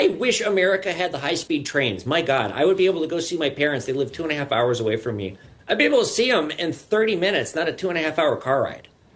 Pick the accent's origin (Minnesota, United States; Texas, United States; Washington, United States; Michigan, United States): Minnesota, United States; I'm from the Midwest, what was considered a flyover state, and I was the center of international news, Minnesota.